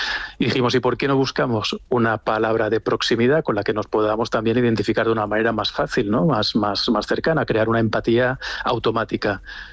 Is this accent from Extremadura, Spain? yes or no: yes; Extremadura, Spain; en cuanto que, bueno, como extremeños, el hecho de siempre se ha tenido una especial atención con eso que se ha llamado la raya, ¿no?